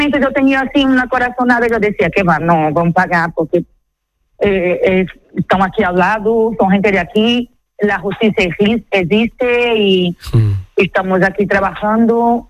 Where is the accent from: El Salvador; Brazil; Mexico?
Brazil; São Luís, Maranhão; Spanish is a second language; now in Spain; Sí, soy de Brasil, pero hace 20 años que estoy aquí.